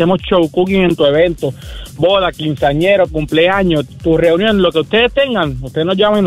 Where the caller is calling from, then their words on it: Aguada, Puerto Rico; Saludos, mi gente, por aquí … de Aguada.